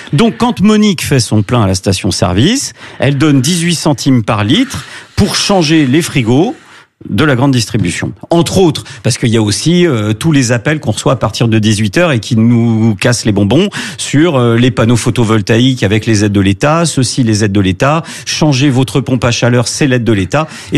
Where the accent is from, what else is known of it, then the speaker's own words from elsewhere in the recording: France; en tant que Français